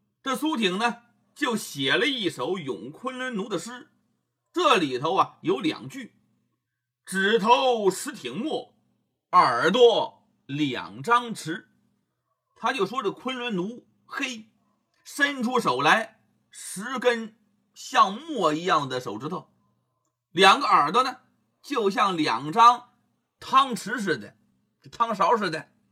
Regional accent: China; 由于这些人皮肤那相对我们中国人来说，比较黑

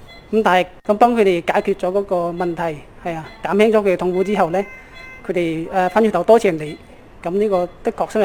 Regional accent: China; 本身觉得祖国的那个中医啊是非常强大的，所以我觉得自己身为中国人应该要传承中医的

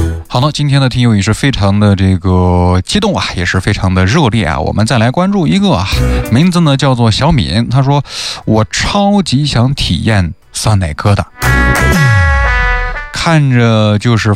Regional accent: Xinjiang, China

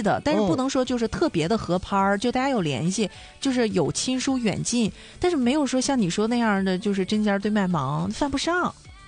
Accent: Dalian, Liaoning, China; born there; 我们一直叫那个肠叫馅儿豆嘛，大连都叫馅儿豆、我从小都叫馅儿豆。

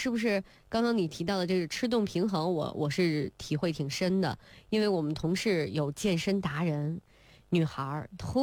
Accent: China

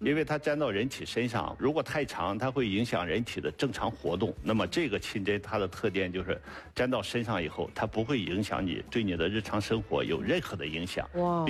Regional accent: Shandong, China; accent: Shandong dialect; 我们山东话叫摁钉

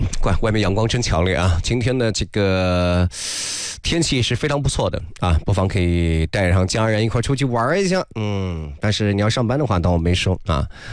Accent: Xuancheng, Anhui, China; moved away; 宣城市南部，对，我的老家

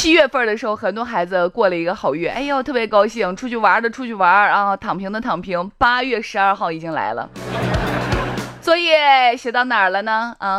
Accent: Xi'an, Shaanxi, China; 我们西安人

